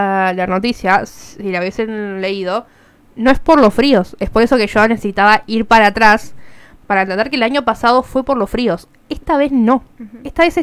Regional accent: Argentina; la hipocresía que manejamos como país argentino es increíble

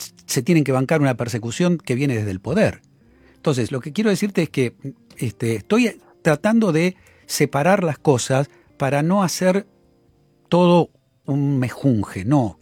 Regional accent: Argentina

